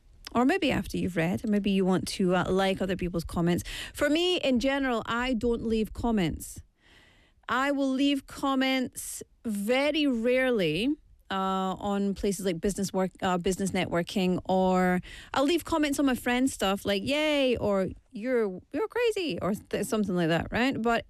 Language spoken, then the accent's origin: English; Scotland, United Kingdom; now in Busan, South Korea; I don't know if it's because I'm Scottish, but Maria is not how I would say it.